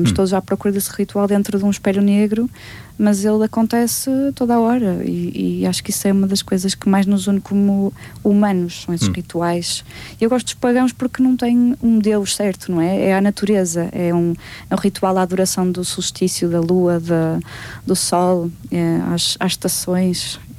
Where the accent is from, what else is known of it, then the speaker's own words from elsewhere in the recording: Norte, Portugal; accent: nortenho; moved away; also born or lived in Vila Real / Denmark; o mirandês também é algo que sempre estava na parte de trás da minha cabeça enquanto transmontana. Ela existia, mas eu não falava mirandês com ninguém, porque em Vila Real